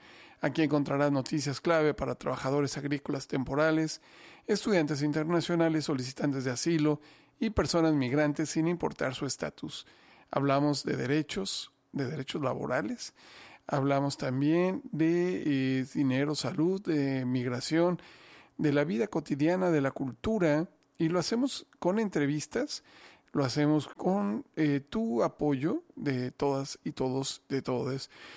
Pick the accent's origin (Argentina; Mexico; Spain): Mexico; como mexicano de origen